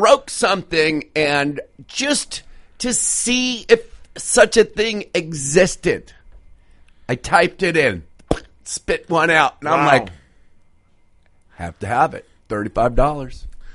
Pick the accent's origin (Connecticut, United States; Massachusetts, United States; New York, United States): Connecticut, United States; moved away; Where I come from in Connecticut, a majority of the sheetrockers, all French Canadian.